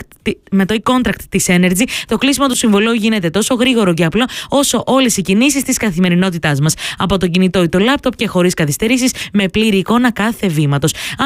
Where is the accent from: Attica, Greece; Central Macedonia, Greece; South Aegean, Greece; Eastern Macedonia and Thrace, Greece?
Central Macedonia, Greece; Thessaloniki; viral κατάφερε να γίνει η Θεσσαλονίκη μου για άλλη μια φορά